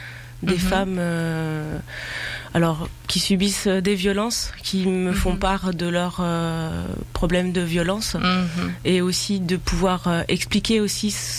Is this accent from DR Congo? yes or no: no; France; Je suis française